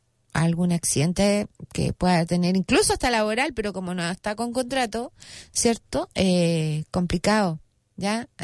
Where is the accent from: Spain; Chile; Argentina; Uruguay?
Chile; Los chilenos somos re buenos para cambiar la letra a las canciones así.